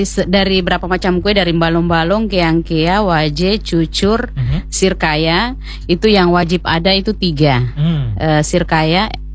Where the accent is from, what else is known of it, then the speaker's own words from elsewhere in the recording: Latompe, Indonesia; born there; Jadi Latompe itu adalah desa kelahiran saya.